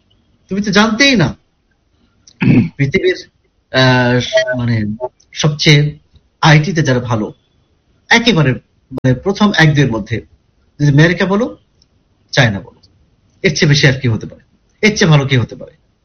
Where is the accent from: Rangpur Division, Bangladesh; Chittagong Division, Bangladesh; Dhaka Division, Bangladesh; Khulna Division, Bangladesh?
Khulna Division, Bangladesh; Kushtia; আমার ঠিকানা, আমার পরিচয়, আমার পূর্ব পরিচয়, যেটা আমার গ্রামের বাড়ি কুষ্টিয়ার ঠিকানা